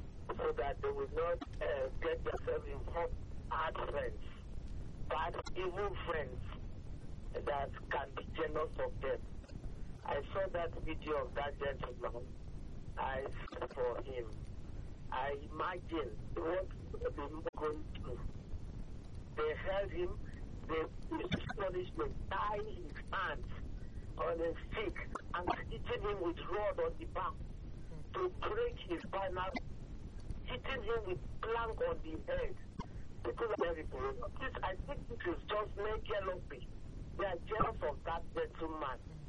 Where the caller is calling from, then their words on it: Nigeria; I'm calling from Ibeji.